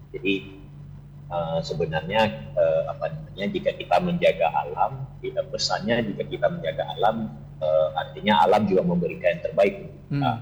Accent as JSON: {"language": "Indonesian", "region": "Aceh", "country": "Indonesia", "first_language": "Acehnese", "second_language": "Indonesian", "said": "bahasa daerah saya bahasa Aceh"}